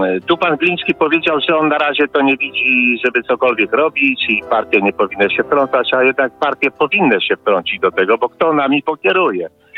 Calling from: Warsaw, Masovian Voivodeship, Poland; z Warszawy, dzwonię.

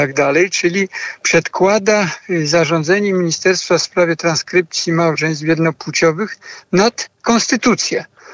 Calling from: Kraków, Lesser Poland, Poland; z Krakowa.

